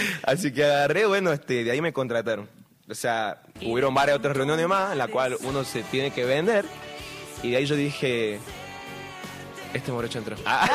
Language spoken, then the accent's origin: Spanish; San Salvador de Jujuy, Jujuy, Argentina; born there; Yo soy de San Pedrito, o sea, nacido en Santa Rita, unas 560 viviendas. Y bueno, por decisiones, digamos, de la separación de mis padres, estaba viendo últimamente atrás del Pollo Coqueto en San Pedrito y en la Juan B. Justo.